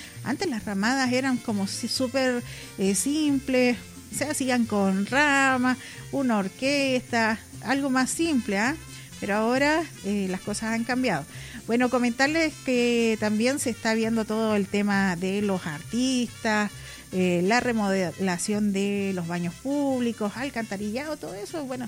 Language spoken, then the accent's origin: Spanish; Chile; Y nosotros, para acordarnos que somos chilenos, vamos con música de nuestra tierra también aquí en su programa Regalón de los Domingos.